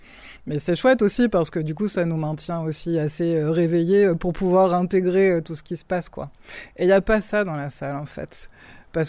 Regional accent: Normandy, France; moved away as an adult; now in Hendaye, France; Bon, moi, je suis normande à la base, mais ça fait 15 ans que j'ai été adoptée par Hendaye.

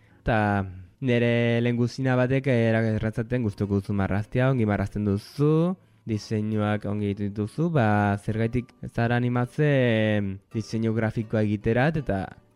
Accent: Elizondo, Navarre, Spain; also born or lived in Mexico; Elizondokoa naiz, 28 urte ditut. Elizondotik gero pastu nintzen Iruñarat, eta Iruñatik Kanborat, eta bukatut Urketan.

